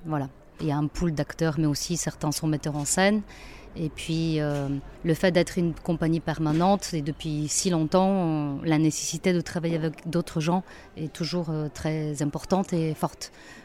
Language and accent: French; Bulgaria; moved away; j'ai mis le plateau sur une scène de théâtre en Bulgarie, dans ma ville natale